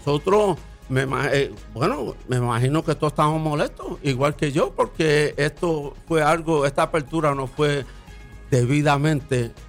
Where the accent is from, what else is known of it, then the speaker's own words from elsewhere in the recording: Fajardo, Puerto Rico; yo soy de aquí de Fajardo y yo ando por todos los lados.